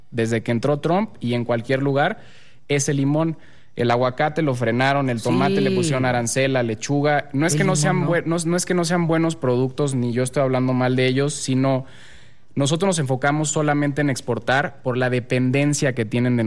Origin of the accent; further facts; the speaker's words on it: Yucatán, Mexico; Doy gracias a Dios que soy yucateco porque la tierra es increíble